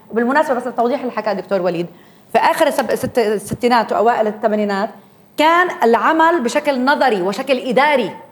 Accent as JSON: {"language": "Arabic", "country": "Palestine", "said": "أنا فلسطينية بحذر من استعمال المصطلحات الدينية"}